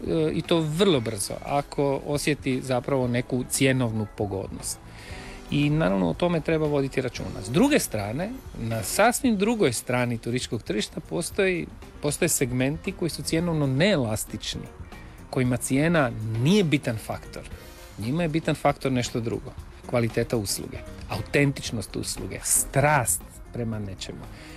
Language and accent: Croatian; Karlovac, Karlovac County, Croatia; Ako vi stvorite u Vinkovcima, mi u Karlovcu, ja sam iz Karlovca